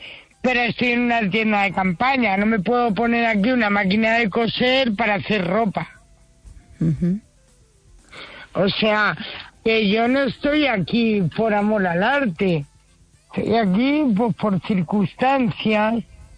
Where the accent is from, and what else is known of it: Community of Madrid, Spain